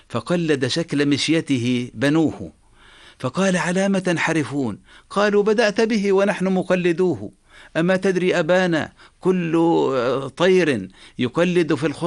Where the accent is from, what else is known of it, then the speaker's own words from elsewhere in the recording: Jordan; ويعني أنا كان يعجبني أنه عندنا في الأردن يعني زي ما تقول مجلس للتوجيه الوطني.